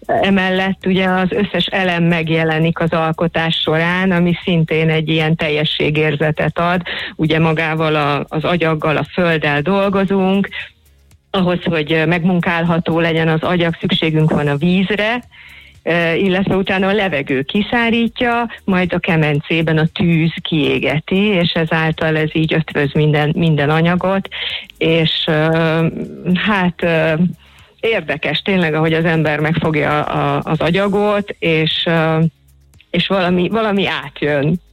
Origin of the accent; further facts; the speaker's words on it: Szentendre, Pest, Hungary; én már abban a szerencsében részesültem, hogy itt születtem. A szüleim ide költöztek vidékről, és én ide születtem a belvárosba egészen pontosan